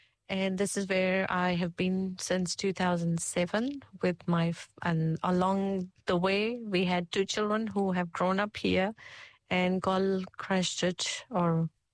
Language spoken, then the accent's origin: English; India; And when for me, when I came from India